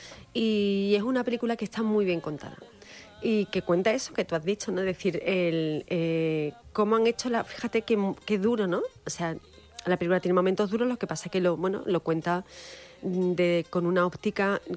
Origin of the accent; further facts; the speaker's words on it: Málaga, Andalusia, Spain; yo digo que soy andaluza. Y eso es muy importante. Yo soy malagueña y vivo en Málaga y yo quiero muchísimo a mi ciudad